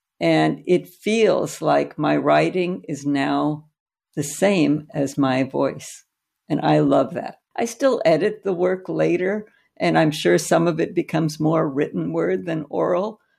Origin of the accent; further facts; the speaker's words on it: United States; I am an American.